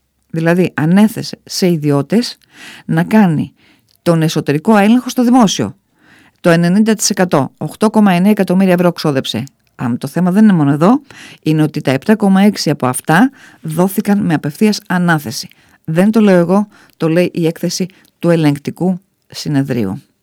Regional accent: Greece; ως Έλληνες και γαλουχημένοι μέσα στην ελληνική οικογένεια και κοινωνία

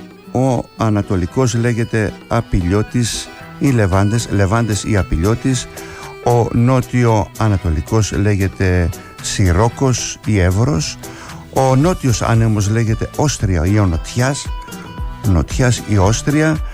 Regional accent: Kasos, South Aegean, Greece; Εγώ επειδή είμαι από την Κάσου και επειδή έχουμε και εκεί ναυτική παράδοση

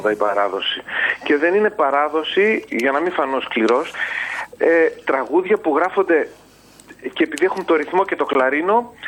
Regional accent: Karditsa, Thessaly, Greece; εμείς που μεγαλώσαμε στην Καρδίτσα

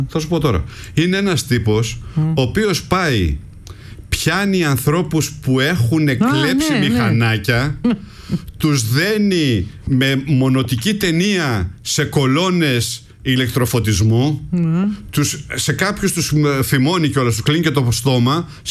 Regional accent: Ptolemaida, Western Macedonia, Greece; Χαιρετισμού στην πατρίδα μου την Πτολεμαϊδα.

